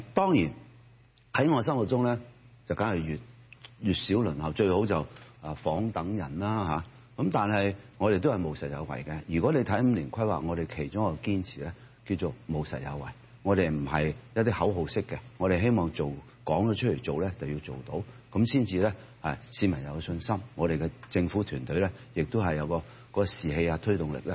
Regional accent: Hong Kong

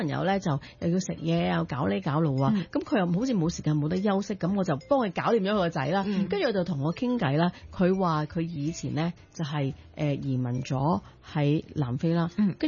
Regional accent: Hong Kong; 我成日永遠答係香港。真係嘅，因為土生土長一個地方。

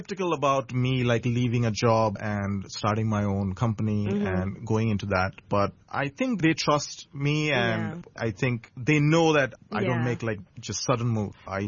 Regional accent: Bangladesh; growing up in Bangladesh

